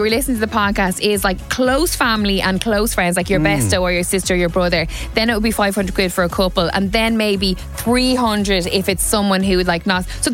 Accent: Ireland

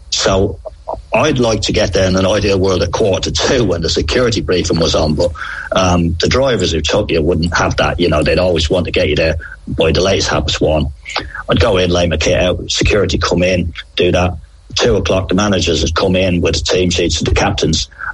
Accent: Ireland; Was this how I was brought up in Ireland? The biggest thing for me as a boy was everybody called my dad Paddy

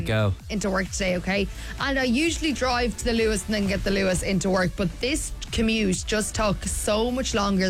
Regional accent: Limerick, Munster, Ireland; now in Dublin, Ireland; I know I'm from Limerick

